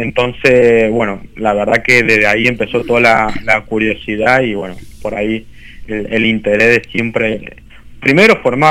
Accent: Argentina; como argentinos creemos que sabemos

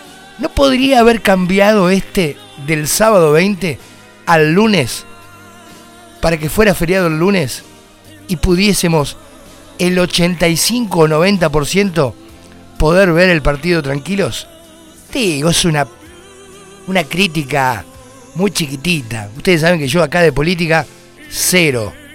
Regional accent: Argentina; ustedes saben cómo somos todos los argentinos. Los argentinos somos...

